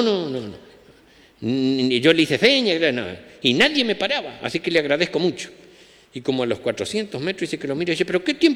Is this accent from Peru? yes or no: no; Chaco, Argentina; Yo soy del Chaco.